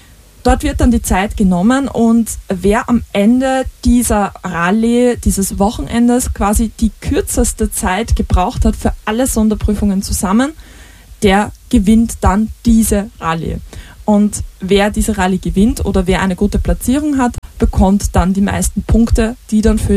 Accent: St. Pölten, Lower Austria, Austria; ich bin aus St. Pölten und wir kennen Schnee eigentlich nur noch fast aus Geschichten oder Kindheitserinnerungen.

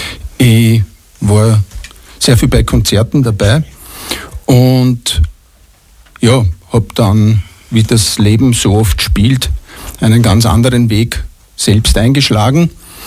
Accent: Klosterneuburg, Lower Austria, Austria; Ich bin multimedialer Künstler aus Niederösterreich, Bezirk Tulln, geboren in Klosterneuburg

